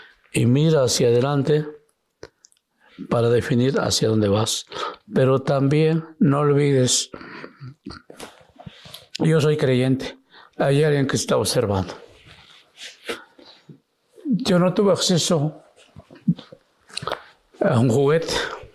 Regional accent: Oaxaca, Mexico; now in Mexico City, Mexico

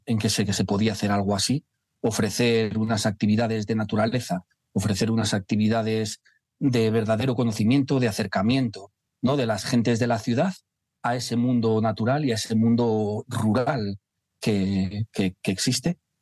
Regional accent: Palencia, Castile and León, Spain; Yo soy original de Palencia. Yo nací en Palencia, entonces hice la carrera en León.

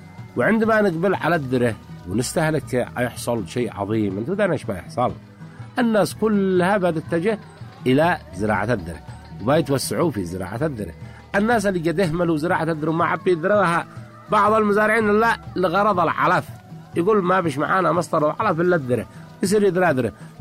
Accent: Yemen; عندنا في اليمن

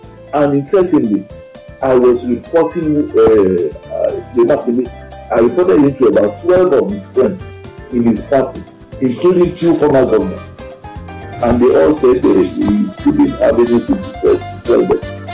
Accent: Oyo, Nigeria; my hometown of Shapi

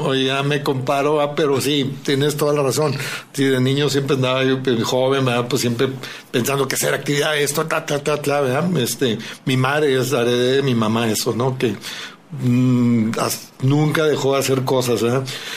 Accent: Poza Rica, Veracruz, Mexico; y los juntaban porque nací en Poza Rica, Veracruz.

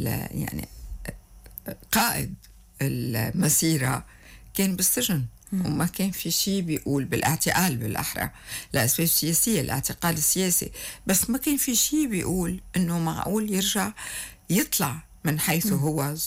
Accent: Beirut, Beirut Governorate, Lebanon; now in Metn, Lebanon; العرق الكسرواني في مكان ما، ومن عشقود تحديدا. أنا وصغيرة يمكن ما كنت أعرف قيمة الانتماء للجبل، لأنه أنا كمان بيروتية

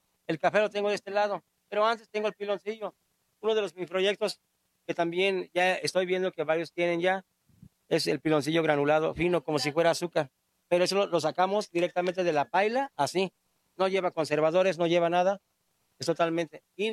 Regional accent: Zozocolco, Veracruz, Mexico; allá en mi pueblo, en Sosocolco

